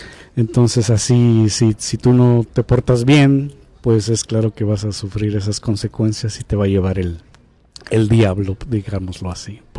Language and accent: Spanish; San Sebastián Tecomaxtlahuaca, Oaxaca, Mexico; now in California, United States; originalmente la esencia de esta danza inicias en mi pueblo, San Sebastián Tecomaxtlahuaca.